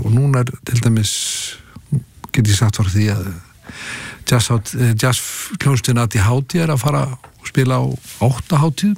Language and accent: Icelandic; Kópavogur, Capital Region, Iceland; also born or lived in New York; Já, já, ég elst upp í Kópavogur.